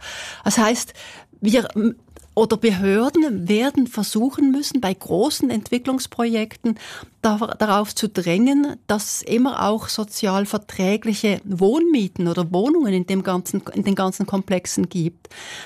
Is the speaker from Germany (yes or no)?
no; Switzerland; ja, aber als Schweizer Mädchen ist es mir schon noch wichtig, auch ein wenig teilzuhaben, sozusagen an dem, was passiert im eigenen Land.